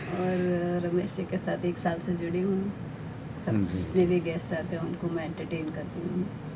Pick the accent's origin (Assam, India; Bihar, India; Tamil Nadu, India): Tamil Nadu, India; Chennai; born there; now in Ahmedabad, India; मैं retired teacher हूँ, अहमदाबाद से आई हूँ। मेरा बर्थ प्लेस चेन्नई है।